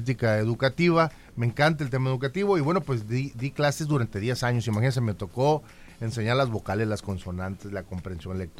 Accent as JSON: {"language": "Spanish", "town": "Tijuana", "region": "Baja California", "country": "Mexico", "said": "soy tijuanense, soy profesor de primaria, mis papás son maestros jubilados también"}